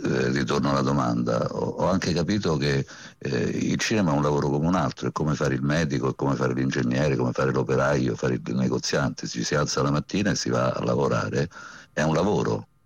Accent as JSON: {"language": "Italian", "town": "Rome", "region": "Lazio", "country": "Italy", "said": "Siamo romani"}